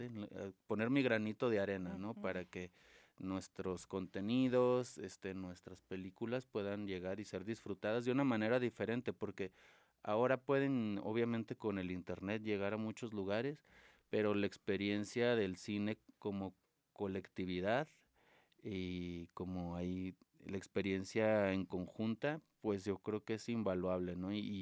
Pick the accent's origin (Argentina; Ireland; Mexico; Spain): Mexico; Río Grande, Zacatecas; yo siendo oriundo de acá, yo nací en Zacatecas, me crié en Río Grande en mi infancia